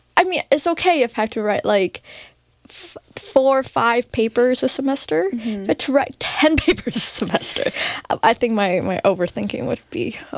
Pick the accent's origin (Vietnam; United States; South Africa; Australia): Vietnam; because I grew up in Vietnam, and I guess in Asia, like, the way that the society perceive women, pursuing STEM degrees, were not very favorable